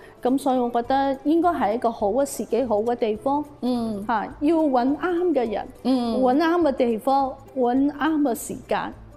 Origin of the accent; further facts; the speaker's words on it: Macau; 身為澳門人，四星產業應該是有責任去向前走一步的。